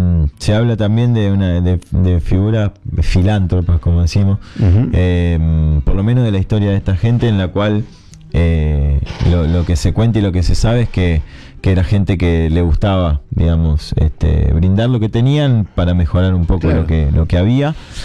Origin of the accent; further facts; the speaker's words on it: Acebal, Santa Fe, Argentina; la fundación de mi pueblo, de Aceval.